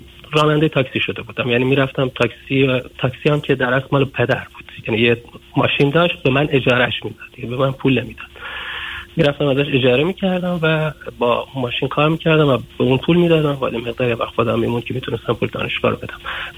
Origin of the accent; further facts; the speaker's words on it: Iran; من توی شهرستان خیلی کوچیک توی ایران به دنیا آمدم، و این توی خانواده بسیار بسیار فقیر و با شرط خیلی سخت زندگی می کردیم